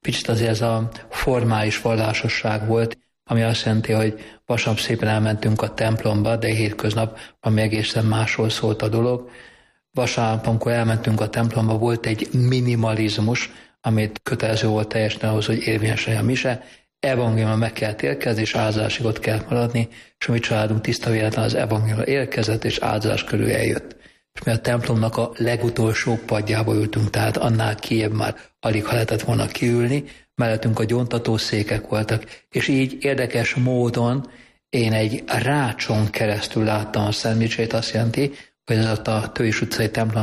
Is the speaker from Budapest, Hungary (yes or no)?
yes; Budapest, Hungary; 1964. július 9-én születtem Budapesten.